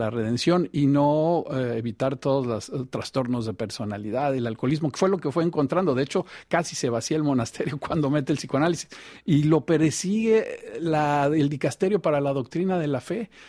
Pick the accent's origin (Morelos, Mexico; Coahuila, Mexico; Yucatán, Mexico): Morelos, Mexico; Cuernavaca; born there; Yo nací en Cuernavaca, Morelos.